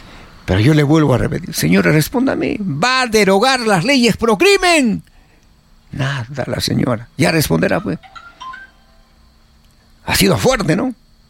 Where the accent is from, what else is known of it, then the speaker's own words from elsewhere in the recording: Peru; tengo el derecho de opinar porque soy peruano.